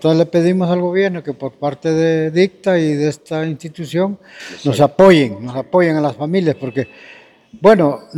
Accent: Marcala, La Paz, Honduras; estamos en esa área, estamos en la frontera del Salvador, yo vengo de Marcala, La Paz, y estamos en la mera frontera

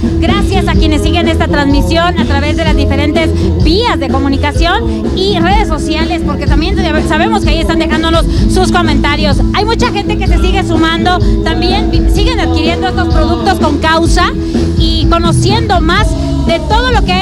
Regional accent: Mexico; Como mexicanos siempre eso nos ha distinguido

